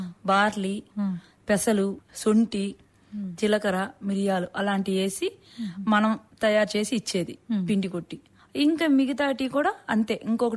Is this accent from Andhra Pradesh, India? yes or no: yes; Nellore district, Andhra Pradesh, India; మా ఊరు వచ్చి రేగడిజలిగా నెల్లూరు డిస్టిక్.